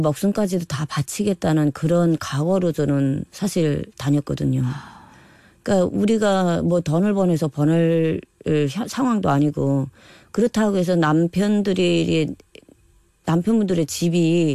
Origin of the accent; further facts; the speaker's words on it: Gapsan, Ryanggang, North Korea; now in South Korea; 갑산에서 온